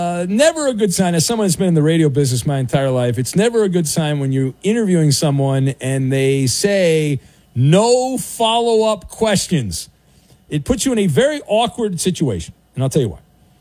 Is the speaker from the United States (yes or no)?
yes; United States; I grew up in America. I went to American schools.